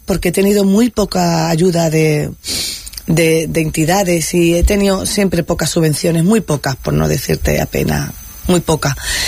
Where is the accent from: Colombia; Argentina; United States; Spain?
Spain; Málaga, Andalusia; Málaga es mi casa.